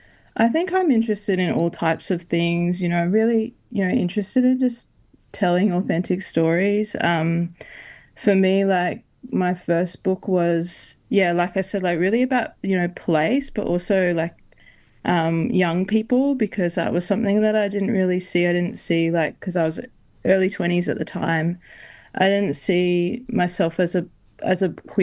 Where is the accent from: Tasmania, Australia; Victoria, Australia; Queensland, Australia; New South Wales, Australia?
Queensland, Australia; from the perspective of, you know, being a Queenslander, being a queer person, being a black fella.